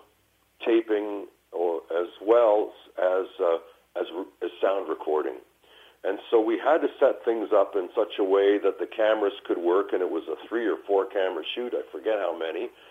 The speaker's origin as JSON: {"language": "English", "town": "Toronto", "region": "Ontario", "country": "Canada", "tie": "born or raised there", "said": "growing up in Toronto and about being 17, leaving home"}